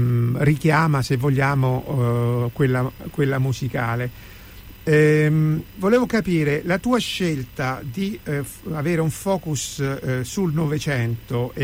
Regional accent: Rome, Lazio, Italy; per me che sono romano

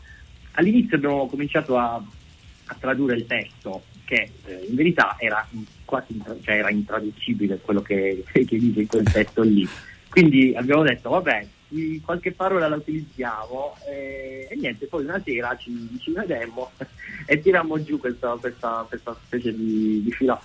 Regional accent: Mola di Bari, Apulia, Italy; nel mio paese di Mola

